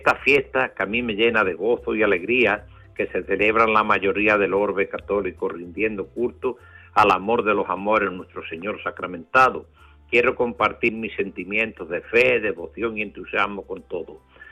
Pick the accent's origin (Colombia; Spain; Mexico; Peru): Spain; Arroyomolinos de León, Andalusia; Arroyomolinos de León, Huelva.